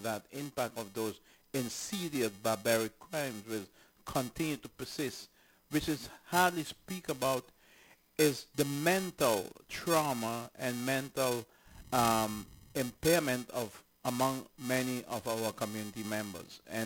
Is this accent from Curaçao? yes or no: yes; Curaçao; I'm from Curacao, as I said.